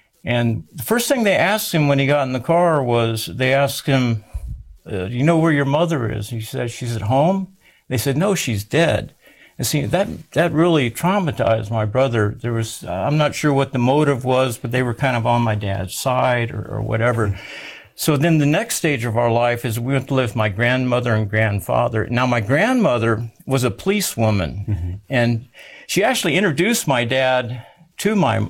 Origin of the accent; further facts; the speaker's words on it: San Antonio, Texas, United States; born there; Well, I was born in San Antonio, Texas, and the Lord blessed me with quite a bit of adversity